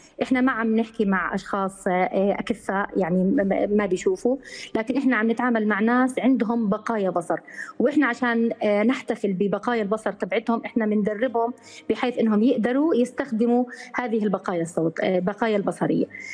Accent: Jordan; احنا عندنا بالاردن

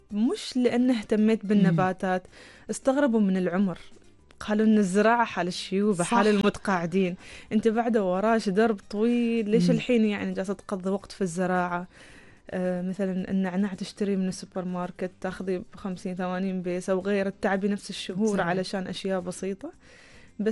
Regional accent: Oman; هنا عندنا في عمان.

